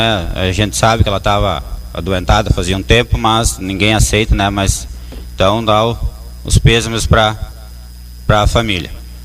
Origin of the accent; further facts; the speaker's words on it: Brazil; eu cresci ali, sou natural da São Cristóvão.